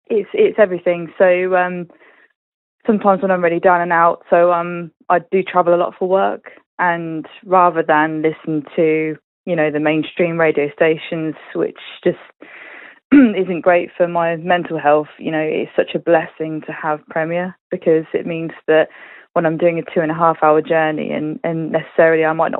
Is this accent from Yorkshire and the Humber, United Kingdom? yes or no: no; Wellingborough, East Midlands, United Kingdom; I'm from Wellingborough in Northamptonshire.